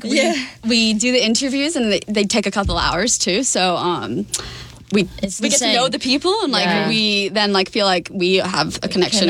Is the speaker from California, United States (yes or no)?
yes; California, United States; now in Miami, United States; I'm from California. So like we both grew up in soccer, football communities